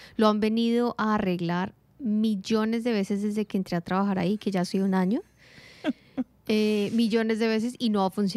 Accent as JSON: {"language": "Spanish", "region": "Bogotá", "country": "Colombia", "tie": "born or raised there", "said": "de donde vengo, de Bogotá, es siempre una sola, como una sola temporada. Sí, de pronto tenemos días soleados, días de lluvia, etcétera, pero siempre es muy frío."}